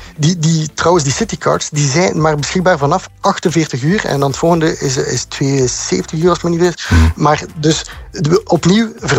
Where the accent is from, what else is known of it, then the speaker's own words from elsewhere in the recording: Ghent, Flanders, Belgium; Ik ben zelf heel fier als Gentenaar op onze stad.